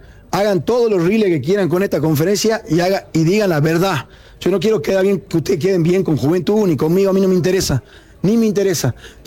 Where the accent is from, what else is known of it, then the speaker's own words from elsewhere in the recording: Salta, Argentina; Entonces sí, porque soy de Salta